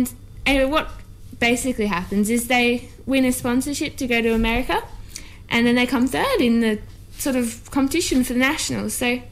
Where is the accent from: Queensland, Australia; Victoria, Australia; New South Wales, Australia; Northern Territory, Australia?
Queensland, Australia; Toowoomba; I loved growing up in Toowoomba. Well, I still do, because, well, it's like a big family. Well, all my friends I've grown up with, been to school with, and we're all so close, and I just love it.